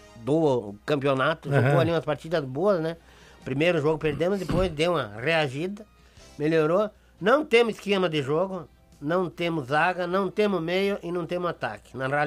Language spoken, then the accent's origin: Portuguese; Brazil; Somos brasileiros na hora, né?